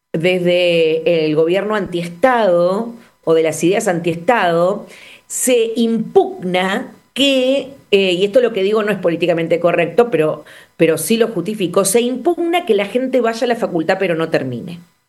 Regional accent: La Pampa, Argentina; moved away; yo vengo de un pueblo de La Pampa y hay una librería

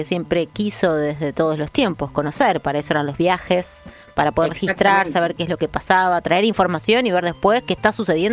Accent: Junín, Buenos Aires Province, Argentina; yo soy de Junín.

